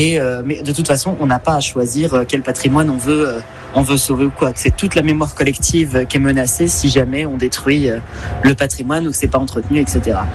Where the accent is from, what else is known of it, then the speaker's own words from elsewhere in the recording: Centre-Val de Loire, France; now in Bourgoin-Jallieu, France; je suis originaire de la région Centre-Val-de-Loire, donc berceau de la Renaissance française.